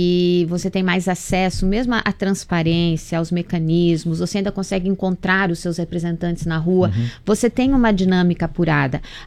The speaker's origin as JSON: {"language": "Portuguese", "country": "Brazil"}